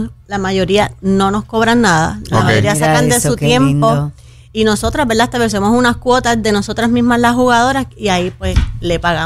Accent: Cayey, Puerto Rico; Yo soy de Calley, yo no dije de Canóvana.

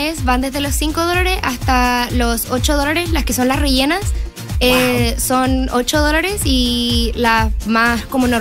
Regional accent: Santiago, Santiago Metropolitan Region, Chile; moved away as an adult; now in United States; soy chilena de Santiago, llevo 5 años en los Estados Unidos

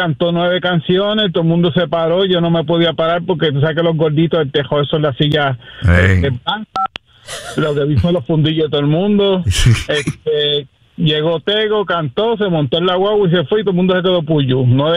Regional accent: Lares, Puerto Rico; No, yo soy de acá de Lares, muchacho

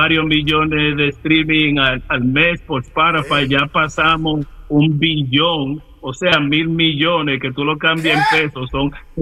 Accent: Dominican Republic; en mi país, que yo adoro, República Dominicana, solamente hay 11 millones

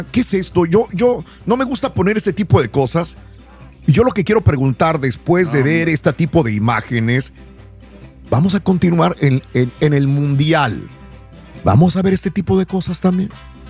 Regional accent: Mexico; Soy otro mexicano que no me gustaría dar esa imagen.

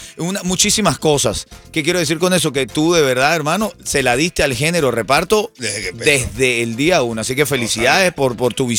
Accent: Venezuela; moved away; Cuando yo me estaba graduando aquí en la Universidad del Cubatón y más. Acuérdate que yo soy venezolano graduado en esta universidad.

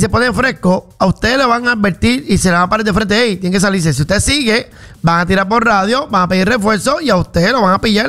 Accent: Puerto Rico; Pero nosotros somos 3 y pico de millones, ¿verdad? 3 y... Aquí en Puerto Rico.

